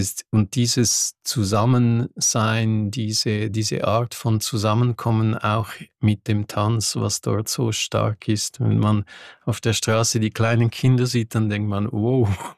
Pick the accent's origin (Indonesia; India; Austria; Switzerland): Switzerland; Ich bin am Genfersee aufgewachsen